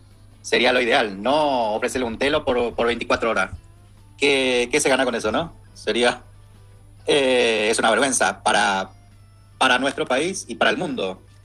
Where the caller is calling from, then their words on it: Buenos Aires, Argentina; de Buenos Aires.